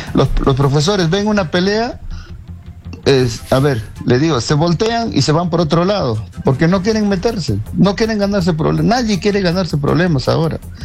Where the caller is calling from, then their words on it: Yungay, Ancash, Peru; yo estoy llamando de Ancash.